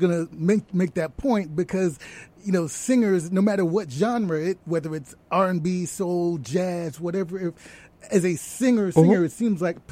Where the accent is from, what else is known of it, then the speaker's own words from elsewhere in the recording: New York City, New York, United States; I'm born and raised in Harlem.